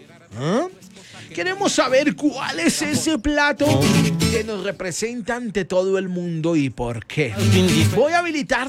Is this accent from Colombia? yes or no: yes; Colombia; soy la representante de Boyacá para el mundo.